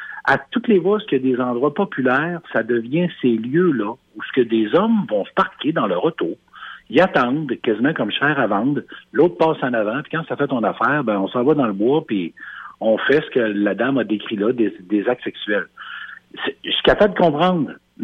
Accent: Quebec, Canada; moved away as an adult; Moi, je venais de la Beauce

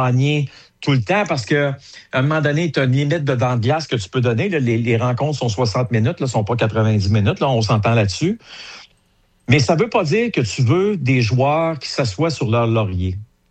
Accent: Gatineau, Quebec, Canada; Tu sais, moi, j'ai grandi à Hull. Puis grandir à Hull, là, je vais le répéter là, pour ceux qui le savent, là, dans les années 80

